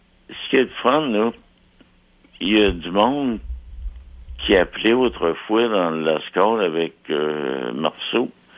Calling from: Lévis, Quebec, Canada; moi, je suis de Lévis.

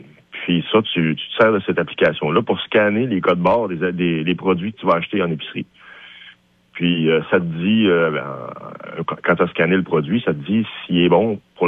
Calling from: Lac-Saint-Jean, Quebec, Canada; moi, je suis au Lac-Saint-Jean.

